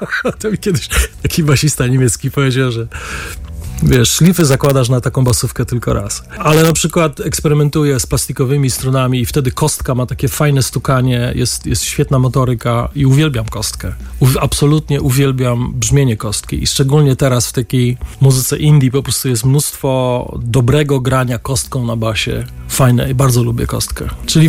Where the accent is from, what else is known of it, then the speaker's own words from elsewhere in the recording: Silesian Voivodeship, Poland; jestem ze Śląska